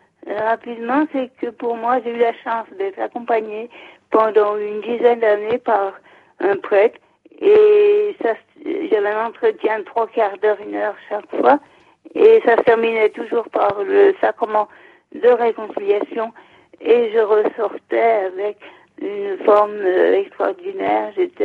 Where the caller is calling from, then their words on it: Auvergne-Rhône-Alpes, France; Du Rhône.